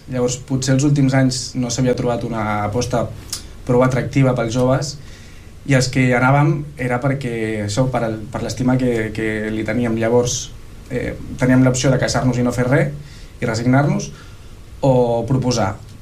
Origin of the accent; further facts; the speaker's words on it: Tordera, Catalonia, Spain; perquè sí que és veritat que som del veïnat de Sant Daniel, no a Tordera Poble, i això a vegades és un hàndicap.